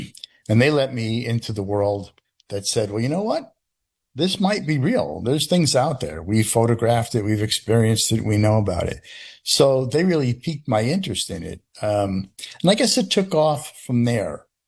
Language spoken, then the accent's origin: English; New England, United States; So, you know, I grew up in New England, and, you know, any time you're anywhere in New England